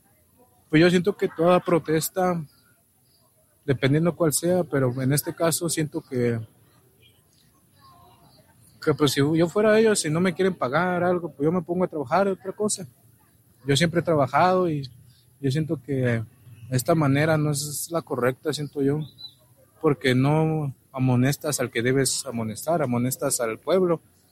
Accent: Jalisco, Mexico; Yo vengo de Jalisco.

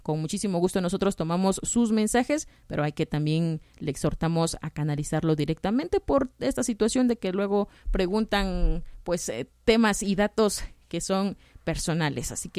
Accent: Oaxaca, Mexico; somos oaxaqueños

